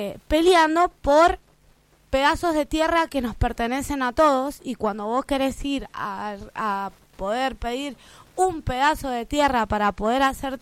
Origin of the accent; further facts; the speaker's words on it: Argentina; Porque nosotros siendo argentinos, luchamos por tener un techo, luchamos por tener un lugar